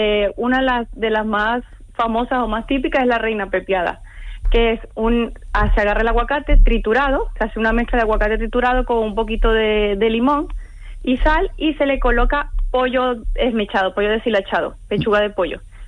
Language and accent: Spanish; Venezuela; now in Tomares, Spain; Sí, sí, somos venezolanos. Los dos somos venezolanos.